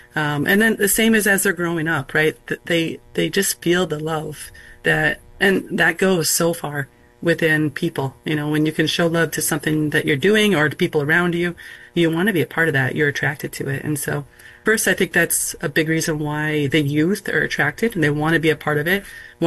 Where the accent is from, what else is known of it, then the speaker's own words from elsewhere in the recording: Minnesota, United States; And you know, I'm a Midwest girl. I'm from Minnesota.